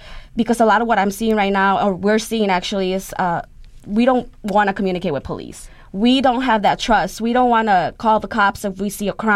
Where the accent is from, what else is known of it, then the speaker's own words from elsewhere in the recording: Chicago, Illinois, United States; so we ended up here in Chicago, and we settled in Pilsen. I have very awesome memories growing up in Pilsen, you know, especially in school.